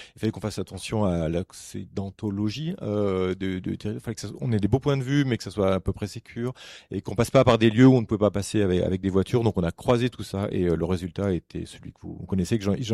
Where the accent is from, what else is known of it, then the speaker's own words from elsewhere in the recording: Auvergne-Rhône-Alpes, France; moi je suis originaire de l'Allier, donc je connais bien ce site